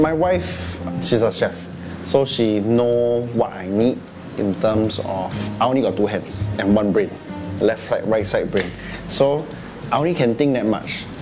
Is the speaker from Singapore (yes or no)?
yes; Singapore; As a Singaporean, you know, when our friends come, or overseas or foreigner comes, you always want to show them, hey, I want to show you good food, follow me.